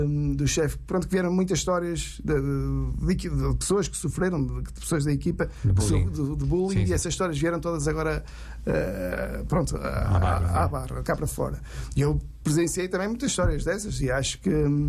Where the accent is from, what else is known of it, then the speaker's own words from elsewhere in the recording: Norte, Portugal; muito de cozinha de Trás-os-Montes, que é de onde eu sou natural.